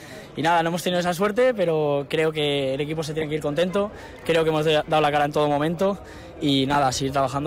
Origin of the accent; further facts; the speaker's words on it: Tres Cantos, Community of Madrid, Spain; tengo 22 años casi y nada, llevo 2 años en el club de mi pueblo